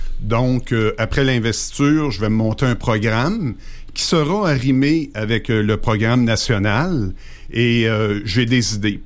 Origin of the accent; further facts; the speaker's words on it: Saint-Athanase, Quebec, Canada; moved away; Moi, je suis natif de Saint-Athanase.